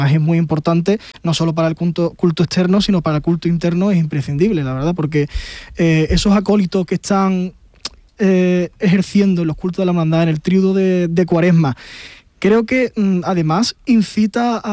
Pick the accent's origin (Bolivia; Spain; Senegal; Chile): Spain; Cádiz, Andalusia; en Cádiz todavía mantenemos ese espíritu de ciudad pequeña